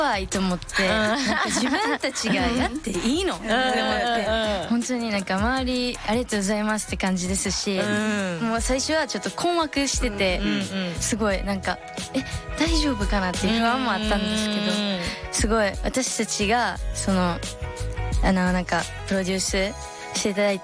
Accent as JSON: {"language": "Japanese", "region": "Kansai", "country": "Japan", "tie": "born or raised there", "lives_now": "Tokyo, Japan", "said": "地元はみんな関西で、"}